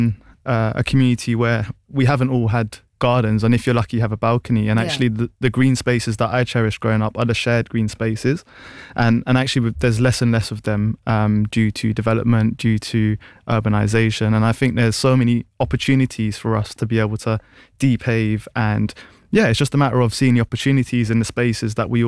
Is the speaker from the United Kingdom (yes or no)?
yes; London, United Kingdom; I'm born and raised in Notting Hill, North Kensington, and growing up, I was just familiar with, I guess, concrete and kind of like the hard urban landscapes of London.